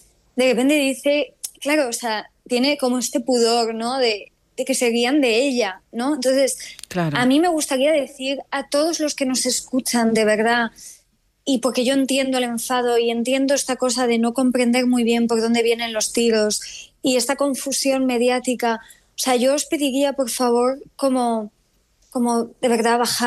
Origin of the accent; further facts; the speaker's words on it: Morocco; now in Spain; Los que vivimos en España y somos marroquíes seguimos atravesando calamidades en materia de extranjería